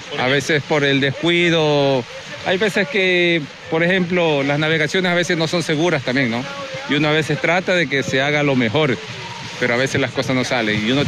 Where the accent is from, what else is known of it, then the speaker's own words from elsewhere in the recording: Galápagos, Ecuador; born there; yo tengo muchos años. Yo nací aquí en Galápagos.